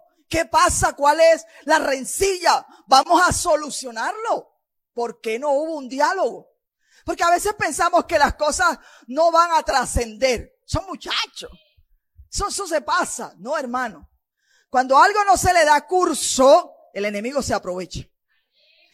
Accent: Cartagena, Bolívar, Colombia; Yo dije, esa es mi ciudad. Ese es mi pueblo.

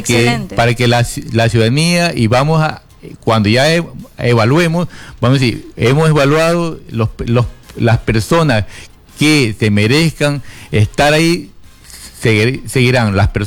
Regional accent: Machala, El Oro, Ecuador; yo también soy machaleño, yo vivo, mis padres aquí viven 65 años, yo tengo 62 años, yo soy nacido aquí en Machala, y yo soy machaleño neto

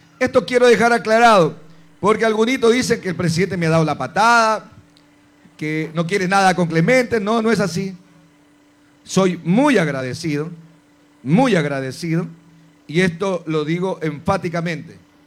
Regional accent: Bellavista parish, El Oro, Ecuador; moved away as an adult; now in Machala, Ecuador; 50 años viví en el campo. Los últimos 20 años en la parroquia Bellavista. Soy hijo con mucha honra de campesinos. Hace 6 años vivo en Machala.

